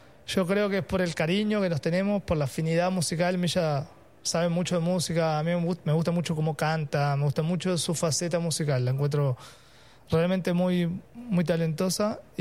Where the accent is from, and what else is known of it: Uruguay; now in Chile